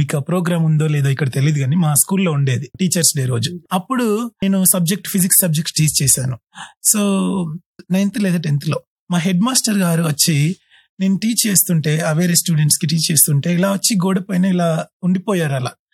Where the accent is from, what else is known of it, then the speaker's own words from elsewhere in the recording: Karimnagar, Telangana, India; moved away as an adult; also born or lived in Hyderabad; now in United States; నేను కరీంనగర్ నుంచి స్టార్టింగ్లో ఇక్కడ ఉస్మానియా యూనివర్సిటీలో బీటెక్ చేశాను 2008 నుండి 12 వరకు.